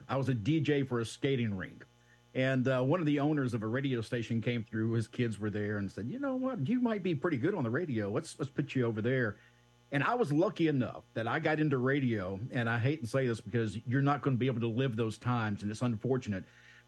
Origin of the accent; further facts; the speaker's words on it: Savannah, Georgia, United States; I grew up in Savannah, Georgia.